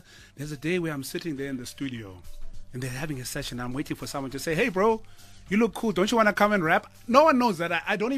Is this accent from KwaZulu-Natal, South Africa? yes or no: yes; Kokstad, KwaZulu-Natal, South Africa; moved away; it's very small, and I was there my entire life for about 15 years.